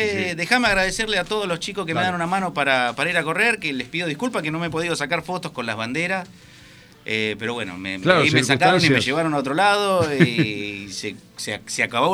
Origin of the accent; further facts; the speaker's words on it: Claromecó, Buenos Aires Province, Argentina; soy de Claro Mecó